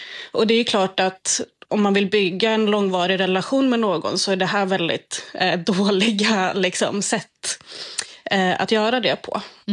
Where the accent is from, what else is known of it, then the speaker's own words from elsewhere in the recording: Krokom, Jämtland County, Sweden; Ja, precis. Det här är jätteroligt att få prata om det här just i P4 Jämtland.